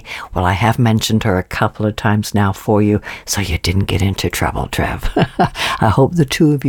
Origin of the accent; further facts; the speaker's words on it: East of England, United Kingdom; accent: Norfolk; I have to talk my messages in and it doesn't always understand my Norfolk accent.